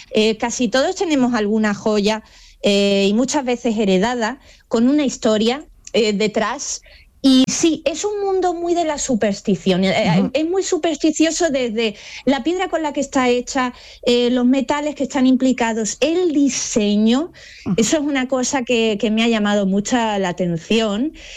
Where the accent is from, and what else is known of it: Málaga, Andalusia, Spain